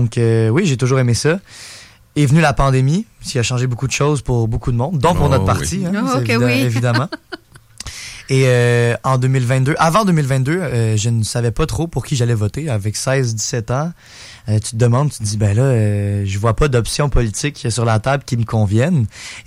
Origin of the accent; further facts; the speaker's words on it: Quebec City, Quebec, Canada; born there; first language Spanish; French is a second language; Ma mère est espagnole, 100% espagnole, et mon père est de Montréal. Et donc, je suis né à Québec, ici, là, comme tu disais, Carl, dans le quartier Saint-Sacrement, donc dans la circonscription de Taschereau. Je parle français, anglais, espagnol, bien évidemment. L'espagnol étant ma langue maternelle.